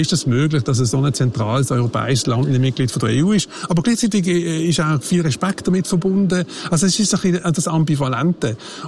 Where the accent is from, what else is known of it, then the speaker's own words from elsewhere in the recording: Switzerland; moved away as an adult; now in Brussels, Belgium; da stellt man sich ab und zu die Frage als Schweizer